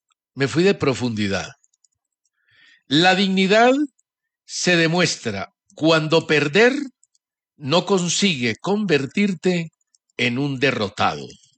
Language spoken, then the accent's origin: Spanish; Colombia; De mi tierra, si